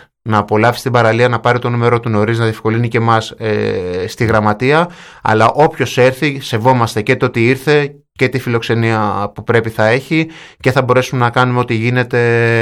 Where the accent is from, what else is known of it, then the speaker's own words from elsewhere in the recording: Mani, Peloponnese, Greece; Γιατί εμείς ως Μανιάτες δεν είμαστε εξωστρεφείς άνθρωποι.